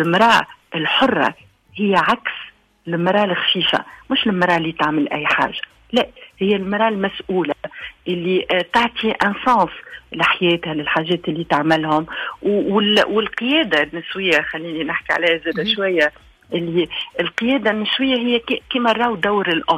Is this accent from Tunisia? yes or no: yes; Tunisia; أنا تونسية بنت الأرض ذي